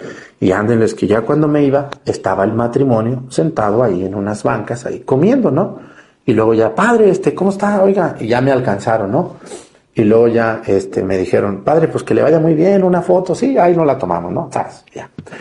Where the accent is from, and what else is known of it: Mexico; born there